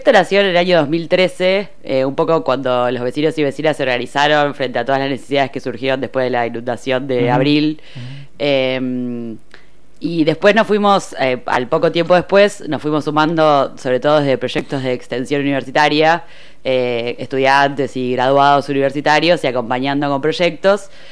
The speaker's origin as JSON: {"language": "Spanish", "town": "La Plata", "region": "Buenos Aires Province", "country": "Argentina", "tie": "born or raised there", "said": "Me crié acá en Villa Elvira, cerca de Alto de San Lorenzo"}